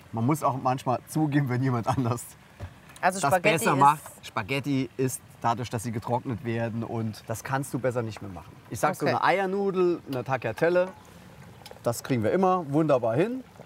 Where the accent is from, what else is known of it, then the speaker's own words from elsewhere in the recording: Saarbrücken, Saarland, Germany; born there; Als Kind bin ich ja in Saarbrücken groß geworden, so ein bisschen auch teilweise